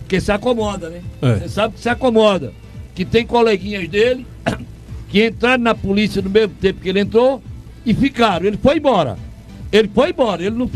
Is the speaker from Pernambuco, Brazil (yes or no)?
yes; Altinho, Pernambuco, Brazil; born or raised there; moved away as an adult